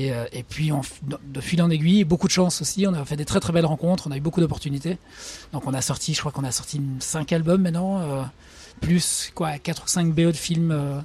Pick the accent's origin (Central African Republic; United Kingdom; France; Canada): United Kingdom; England; French is a second language; also born or lived in Brussels, Belgium; Donc Ziggy est suédois, Romain est français. Moi, je suis anglais d'origine. Mais on vivait tous les trois à Bruxelles.